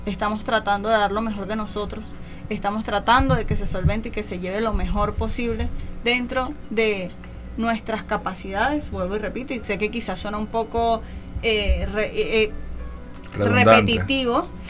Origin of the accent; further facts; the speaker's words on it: Venezuela; nosotros como venezolanos somos